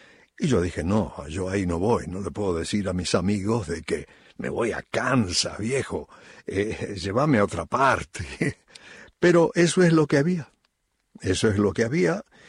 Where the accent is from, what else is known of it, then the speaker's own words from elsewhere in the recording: Córdoba, Argentina; born there; Así que eso fue el origen de por qué nací en Córdoba.